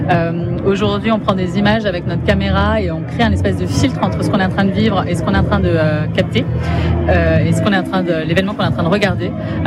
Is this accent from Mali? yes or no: no; Grand Est, France; born there; je suis née en Haute-Marne